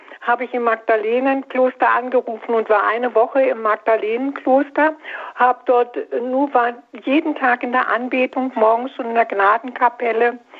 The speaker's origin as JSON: {"language": "German", "town": "Altötting", "region": "Bavaria", "country": "Germany", "tie": "born or raised there", "said": "Also Altötting ist einfach meine Heimat."}